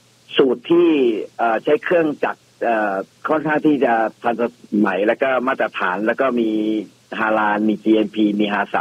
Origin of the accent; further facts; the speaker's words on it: Samut Prakan, Thailand; อยู่จังหวัดสมุทรปราการครับ